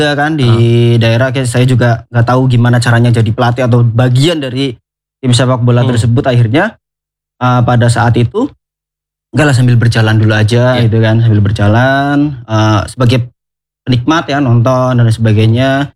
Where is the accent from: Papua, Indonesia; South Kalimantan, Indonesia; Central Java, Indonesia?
Central Java, Indonesia; Kebumen; Nah, dari zaman kecil kan saya kecilnya tuh di Kebumen ya.